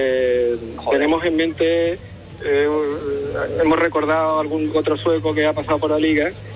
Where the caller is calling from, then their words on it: Málaga, Andalusia, Spain; Pues soy de Málaga.